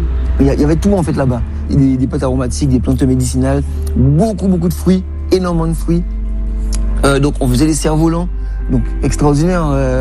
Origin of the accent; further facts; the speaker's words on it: Guadeloupe; now in Paris, France; Mes deux parents sont ici, mais moi je suis né en Guadeloupe.